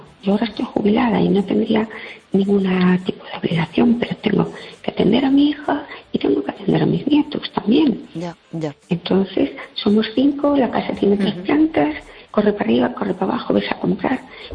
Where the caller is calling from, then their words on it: El Masnou, Catalonia, Spain; Yo vivo en Masnou, tú sabes dónde es.